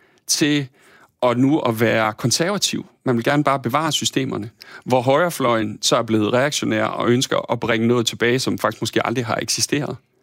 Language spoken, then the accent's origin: Danish; Thy, North Denmark Region, Denmark; moved away; Jeg kommer fra Thy oprindeligt, og har jo stadig min familie deroppe og kommer jævnligt derud, eller derop eller derhen